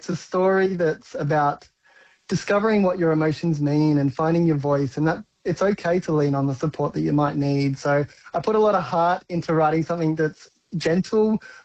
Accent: Katherine, Northern Territory, Australia; But those reflections, growing up in Katherine and finding my place, I think Katherine gave me a place to find my voice

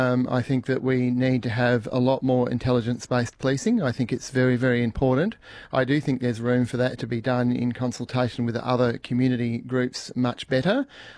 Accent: Northern Territory, Australia; also born or lived in Pintupi Luritja communities; I grew up in Walpri and Amadjara communities, and I spent a lot of time in Pintupi Luritja communities and even Pingalga communities.

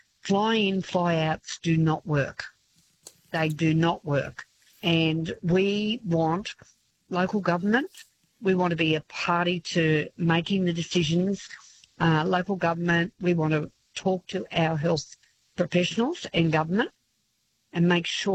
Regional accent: Yass, New South Wales, Australia; born there; now in Forbes, Australia; I was born in Yass, so that sort of shocked me to know that you can't have a baby in Yass. You've got to duck over to Canberra.

